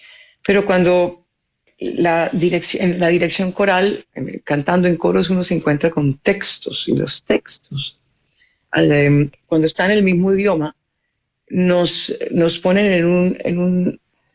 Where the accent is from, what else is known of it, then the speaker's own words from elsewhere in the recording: Cali, Valle del Cauca, Colombia; also born or lived in Chile; now in Netherlands; cerrando en mi ciudad natal, en Cali